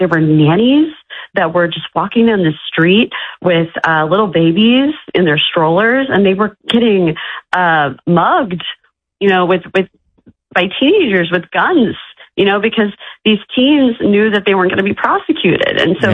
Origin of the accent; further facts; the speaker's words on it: Kansas City, Missouri, United States; now in San Francisco, United States; I'm originally from the heartland. I'm originally from Kansas City.